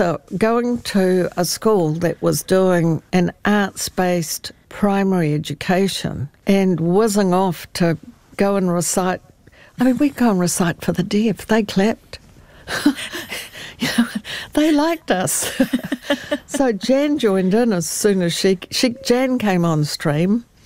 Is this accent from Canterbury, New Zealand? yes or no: no; Greymouth, West Coast, New Zealand; I grew up in Greymouth in the 50s, and I was a precocious kid.